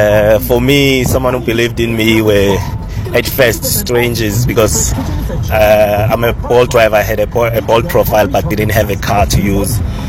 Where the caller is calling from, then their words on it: Gauteng, South Africa; I'm from Nokem Park